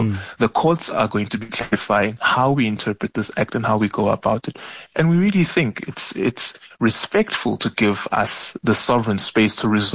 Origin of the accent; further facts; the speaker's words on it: South Africa; investigation will really be done expeditiously and really yield the necessary results we require as South African people.